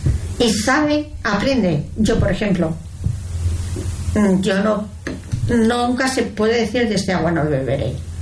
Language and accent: Spanish; Andorra, Aragon, Spain; De hecho, la gente vivo aquí, pero soy de Andorra, Teruel, y de vez en cuando pues voy a ver a mi madre, a mi familia.